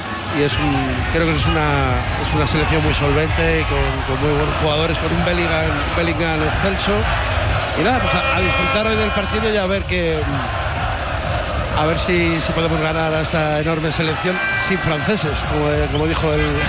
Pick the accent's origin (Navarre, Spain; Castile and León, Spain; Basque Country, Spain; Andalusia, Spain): Basque Country, Spain; Bilbao; Soy de Bilbao y me gustaba mucho el Barça.